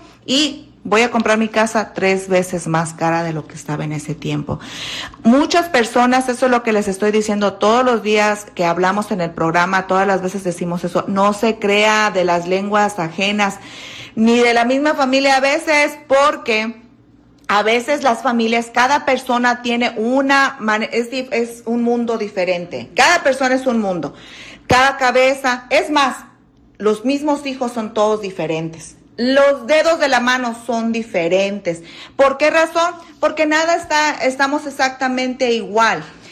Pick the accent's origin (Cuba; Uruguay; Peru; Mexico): Mexico; Michoacán; ¿Tú qué? No, soy de Michoacán.